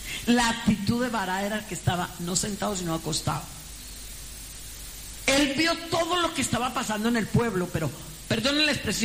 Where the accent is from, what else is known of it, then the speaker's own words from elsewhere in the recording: Colombia; como decimos en Colombia, yo tengo, pues claro, soy colombiana, algunos dichos.